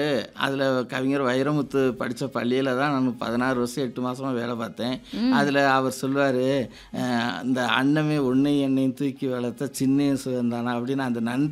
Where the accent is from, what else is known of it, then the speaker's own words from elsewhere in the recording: Tamil Nadu, India; moved away as an adult; also born or lived in Theni district / Madurai; now in Tenkasi district, India; எனக்கு சொந்த ஊர் வந்து சிறுவலித்தூருக்கு பக்கத்தில் இருக்கிற நல்லுத்தவன்பட்டி என்ற ஊர், அந்த கிராமத்தில் தான் நான் பிறந்து வளர்ந்தேன்.